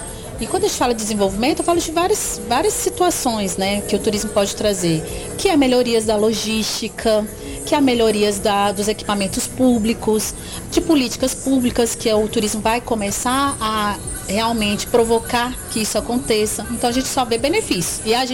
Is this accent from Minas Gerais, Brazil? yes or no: no; Brasília, Federal District, Brazil; Não sou daqui, sou de Brasília